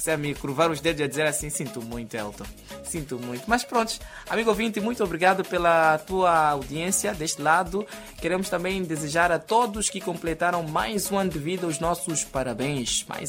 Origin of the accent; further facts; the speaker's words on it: Quelimane, Zambezia, Mozambique; now in Tete, Mozambique; até eu que venho de Quilimane já aprendi o xuabo da minha terra e sei falar com perfeição